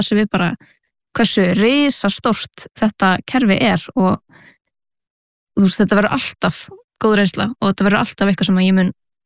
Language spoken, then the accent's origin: Icelandic; Reykjavík, Capital Region, Iceland; Herði, ég ólst upp eða fættist í Reykjavík og haf alltaf búið hér. Bjó fyrstu 7 ár æfuminar á Baldurskötunni, neyri bæ og svona miðbæjar barn.